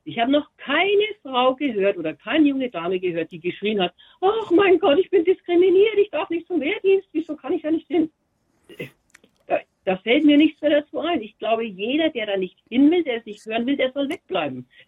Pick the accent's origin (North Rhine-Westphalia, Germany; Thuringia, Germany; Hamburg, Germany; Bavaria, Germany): Bavaria, Germany; Feucht; Ja, nein, ich bin aus Forcht.